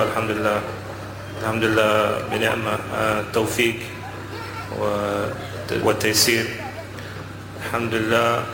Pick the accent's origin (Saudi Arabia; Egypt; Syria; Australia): Australia; now in Tarim, Yemen; أنا من أستراليا،